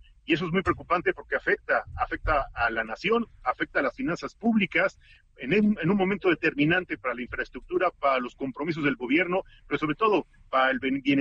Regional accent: Mexico

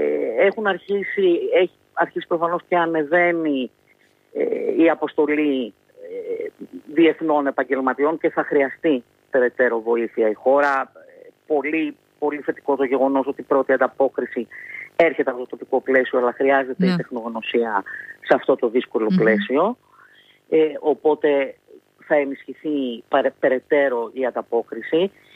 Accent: Greece

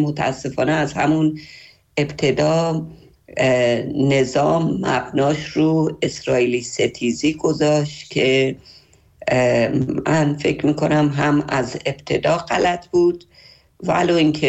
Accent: Iran; من هم به عنوان یک ایرانی

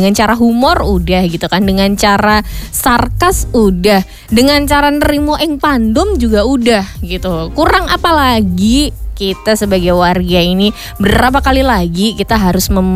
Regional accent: Sleman, Special Region of Yogyakarta, Indonesia; nek saya kan orang Sleman ya kebetulan.

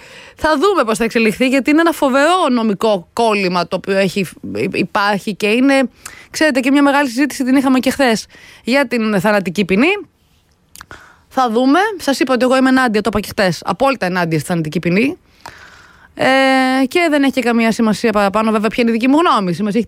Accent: Greece; σαν Έλληνες.

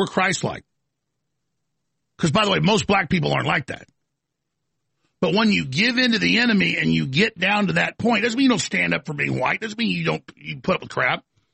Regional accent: Dallas, Texas, United States; For whatever reason, when I grew up in Dallas, it just happened a lot.

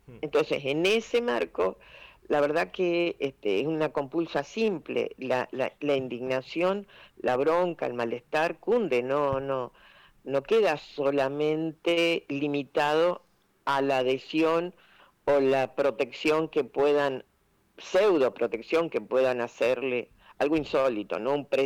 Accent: Argentina; lo que somos como argentinos y argentinas

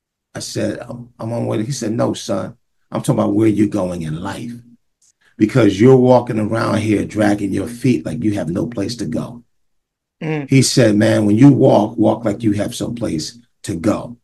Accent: Montclair, New Jersey, United States; Now, if you know Montclair, you know, is you got Upper Montclair and you got Montclair. Well, I'm from Montclair

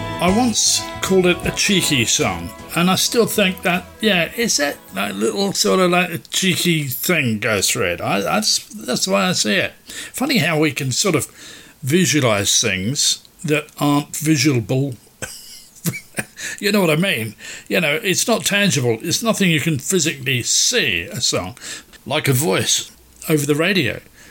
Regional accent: England, United Kingdom; mostly English, then I would say debuted. But if you're bearing in mind I am half Australian

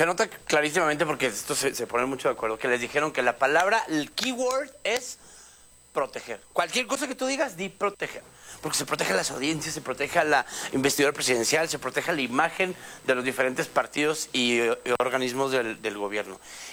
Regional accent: Chihuahua, Mexico; yo soy chihuahuense

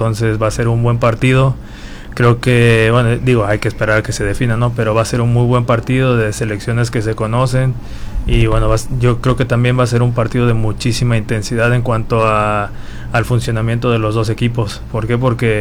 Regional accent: Mexico; como mexicanos siempre queremos el famoso quinto partido

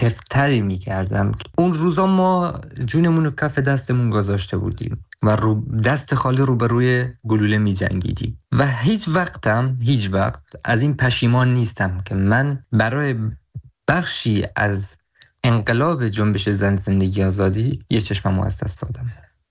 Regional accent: Saqqez, Kurdistan, Iran; moved away as an adult; من برای خودم توی هر جای دنیا باشم، بازم نمیتونم از شهر خودم سقز دل بکنم.

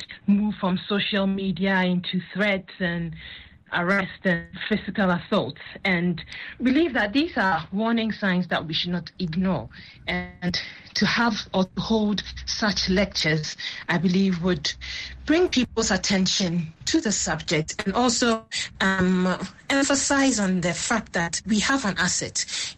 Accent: Ghana; As a Ghanaian, you have the right to compete, you know, in an election.

